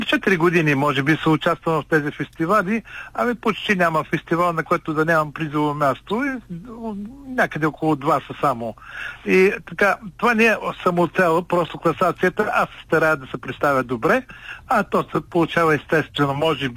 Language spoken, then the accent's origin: Bulgarian; Tenevo, Yambol Province, Bulgaria; Аз съм родом от Ямболския край. Роден съм през 1951 година в село Тенево, окръг Ямболски тогава, Народна република България. Ами, би казал, че съм расъл в музикална среда.